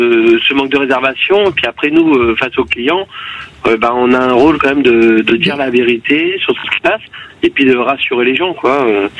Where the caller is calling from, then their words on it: Bordeaux, Nouvelle-Aquitaine, France; moi je suis à Bordeaux